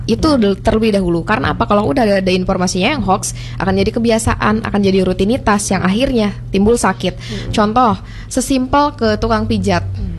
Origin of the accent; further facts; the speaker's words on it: West Java, Indonesia; Saya dari Jawa Barat, di mana sih yang dalam orang Sunda seperti itu.